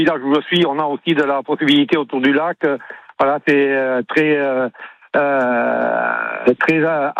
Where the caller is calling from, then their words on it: Lauzun, Nouvelle-Aquitaine, France; Village de Lauzun, L-A-U-Z-U-N, de Lauzun, et on est situé à 24 km au sud de Bergerac.